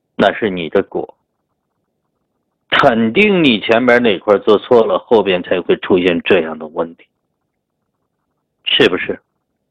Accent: China; 所以我们中国人记自己的生辰

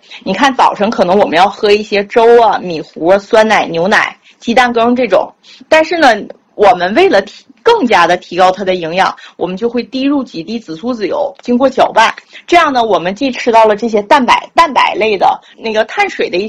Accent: Northeast China, China; 我们东北人叫什么呢，叫哈喇味儿

